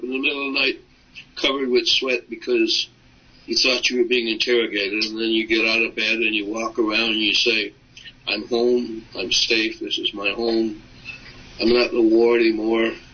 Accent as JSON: {"language": "English", "town": "Chicago", "region": "Illinois", "country": "United States", "tie": "born or raised there", "said": "I didn't have very many friends in L.A. because I grew up in Chicago and I went to four different high schools. My family was moving all the time."}